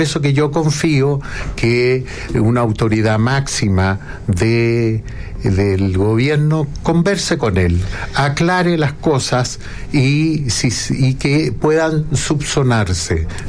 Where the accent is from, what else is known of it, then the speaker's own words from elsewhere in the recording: Magallanes and Chilean Antarctica, Chile; yo soy magallánico, igual que el senador Cusano